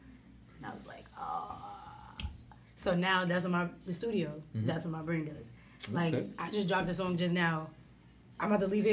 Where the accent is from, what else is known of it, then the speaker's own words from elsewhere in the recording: New York City, New York, United States; I'm from Harlem